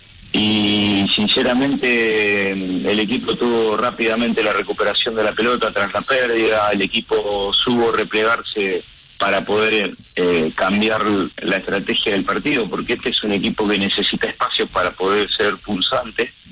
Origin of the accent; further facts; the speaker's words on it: Argentina; Viste cómo somos los argentinos, ya está.